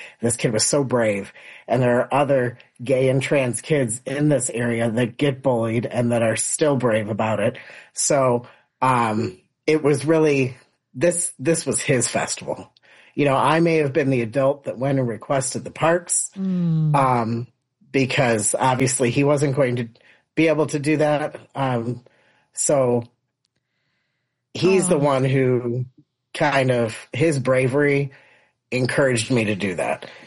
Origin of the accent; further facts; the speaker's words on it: Park Ridge, Illinois, United States; growing up in Park Ridge. And, you know, not forever long ago, you know, I'm only 46